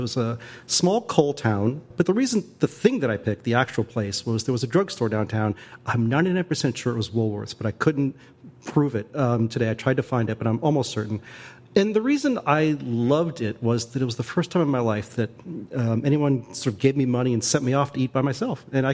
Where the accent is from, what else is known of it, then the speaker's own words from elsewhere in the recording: Charleston, West Virginia, United States; You know, I grew up in Charleston, West Virginia, and we lived in the suburbs. And you could run around and play, which we did.